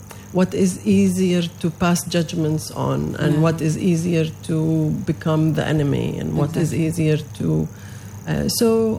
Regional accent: Palestine; now in Greece; And I come from Palestine and I see it from a totally different perspective, and I want to bring to Athens the Palestine I know and where I lived and I am in touch with, basically.

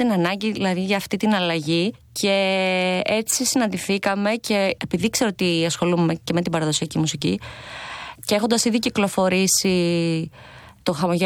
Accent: Edessa, Central Macedonia, Greece; moved away as an adult; also born or lived in Arta; Είμαι από την Έδεσα

